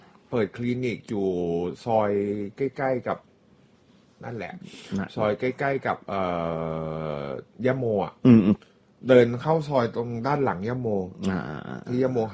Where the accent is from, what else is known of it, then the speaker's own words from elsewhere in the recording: Korat, Nakhon Ratchasima, Thailand; ผมก็เคยไปวัดอย่างนี้แหละตอนเด็กๆอ่ะเหมือนกับว่าที่บ้านไปแก้บนกันที่บ้านผมคนโคราช